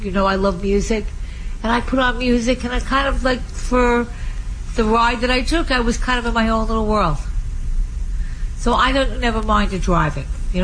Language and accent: English; Long Island, New York, United States; I lived on Long Island. I grew up on Long Island.